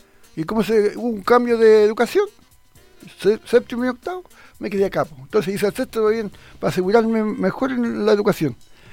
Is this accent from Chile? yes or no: yes; Chanco, Maule, Chile; born there; ese legado lo llevé de Quechanco, de Escuela 1.